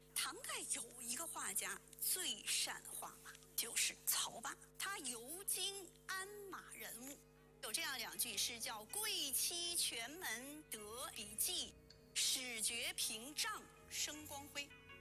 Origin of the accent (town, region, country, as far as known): China